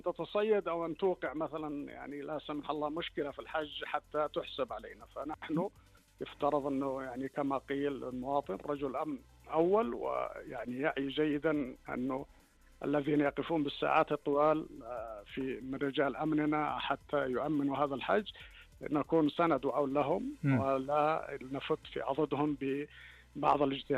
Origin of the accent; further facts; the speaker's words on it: Saudi Arabia; يعني بلادنا بهذه الكفاءة وبهذه الجدارة لإدارة هذه الحشود